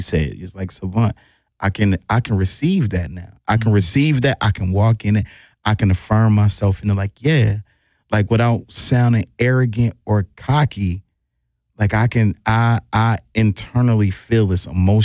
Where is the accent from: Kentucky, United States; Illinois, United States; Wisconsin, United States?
Wisconsin, United States; Milwaukee; I'm from Milwaukee.